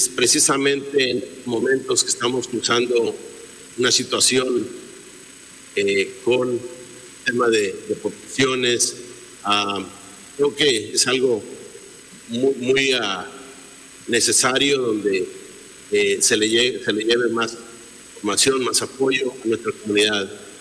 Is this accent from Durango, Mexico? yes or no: no; Puebla, Mexico; now in Passaic, United States; una ciudad donde la mayoría somos mexicanos y poblanos.